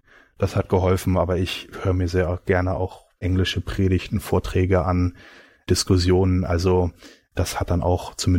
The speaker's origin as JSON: {"language": "German", "country": "Germany"}